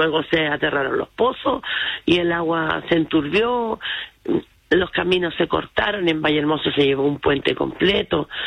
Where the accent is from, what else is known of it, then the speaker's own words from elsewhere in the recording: Quilitapia, Chile; En Quilitapia, mi pueblo, ahí creo que fue la mayor pluviometría de aquí de la comuna, que fueron 519 milímetros.